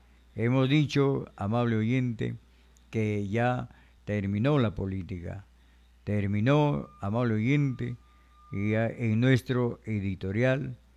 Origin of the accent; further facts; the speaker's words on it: Peru; nuestro deber como peruanos, como ciudadanos